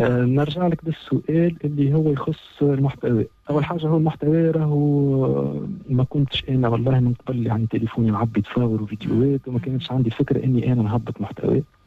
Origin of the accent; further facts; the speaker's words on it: Tunisia; انا ولد تونس وكان من غير شعب تونس على شنو باش نغير